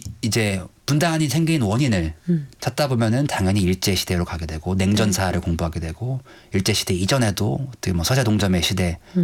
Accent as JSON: {"language": "Korean", "region": "Gangwon", "country": "South Korea", "said": "강원도 사람으로서"}